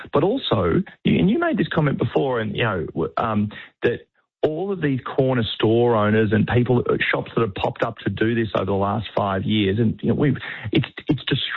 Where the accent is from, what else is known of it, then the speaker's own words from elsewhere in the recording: New South Wales, Australia; I'm from New South Wales